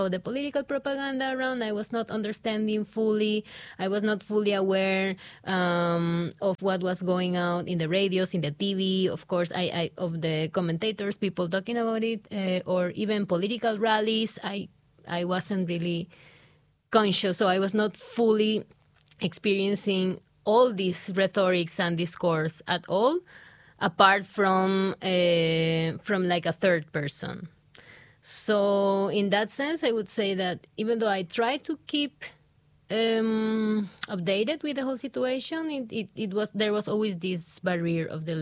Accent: Ecuador; moved away as an adult; now in Budapest, Hungary; every time I was saying that I was from Ecuador, I always had like a good reaction.

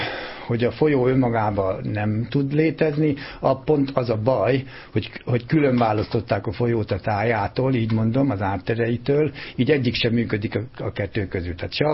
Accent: Jász-Nagykun-Szolnok, Hungary; born or raised there

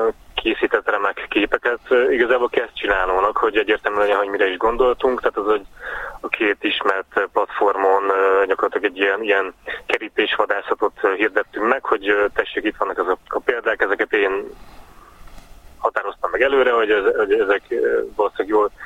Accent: Balatonakali, Veszprém County, Hungary; Hát én Balatonakaliban nőttem föl

